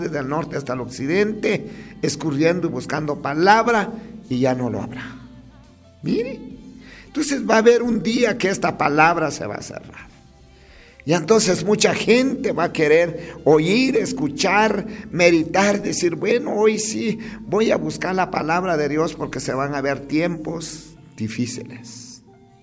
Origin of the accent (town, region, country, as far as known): Guatemala